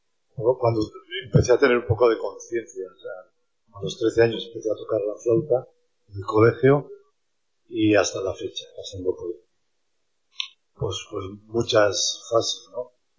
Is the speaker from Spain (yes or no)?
yes; Castile and León, Spain; born there; Sobre todo en la zona donde yo nací, en el Carracillo